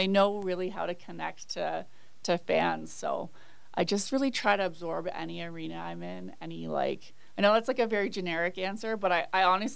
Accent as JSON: {"language": "English", "country": "Canada", "said": "Obviously, it's hard to top the Olympics for me, just being Canadian. We're very, like, patriotic, too."}